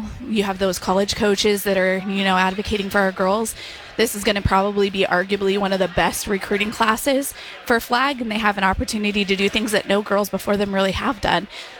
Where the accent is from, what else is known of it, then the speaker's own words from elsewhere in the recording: Yuma, Arizona, United States; I am a native. I grew up in Yuma, went to Cibola High School.